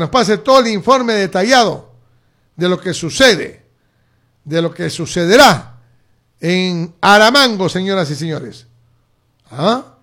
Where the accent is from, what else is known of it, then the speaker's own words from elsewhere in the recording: Peru; Nosotros somos peruanos.